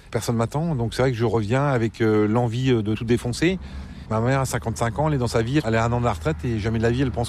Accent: Plomo, France; moi je dis Plomo parce que je suis de Plomo. Et quand je joue au foot, on disait les gars de Plomo.

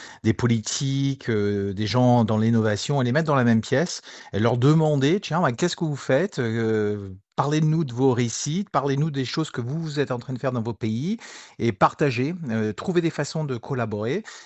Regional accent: Brittany, France; Pour nous, c'est important de montrer qu'il y a des belles choses qui se passent chez nous en Bretagne

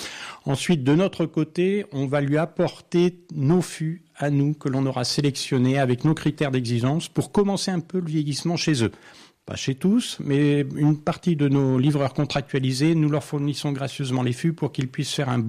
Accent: Nouvelle-Aquitaine, France; je suis un enfant du pays, effectivement. Ma famille est dans les sols des Charentes depuis bien des siècles

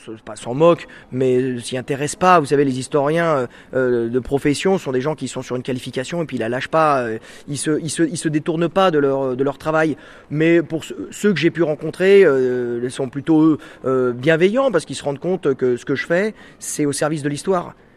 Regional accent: Sablé-sur-Sarthe, Pays de la Loire, France; moved away; also born or lived in Alençon; Mais moi, je me sens pas normand. Alençon, j'y suis resté 6 mois. Moi, j'ai grandi à Sablé-sur-Sarthe.

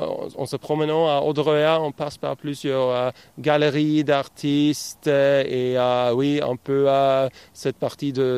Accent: Oslo, Norway; born there; French is a second language; moved away as an adult; now in Kristiansand, Norway; Je suis né à Oslo, mais j'habite ici depuis 2021. Et oui, c'est un très agréable endroit pour vivre, je trouve.

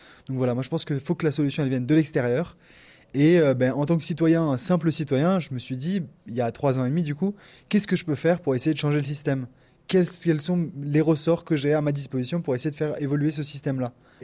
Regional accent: Villeurbanne, Auvergne-Rhône-Alpes, France; born there; now in Chauffailles, France; Alors, d'où je vivais, mais moi, je suis né à Villeurbanne.

